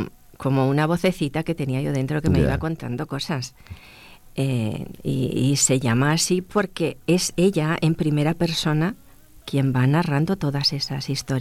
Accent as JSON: {"language": "Spanish", "town": "Monteagudo", "region": "Region of Murcia", "country": "Spain", "tie": "born or raised there", "said": "Soy de Monteagudo, nacida en el mismo Monteagudo."}